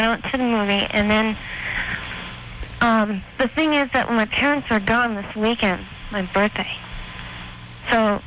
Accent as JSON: {"language": "English", "region": "Minnesota", "country": "United States", "said": "Minnesota."}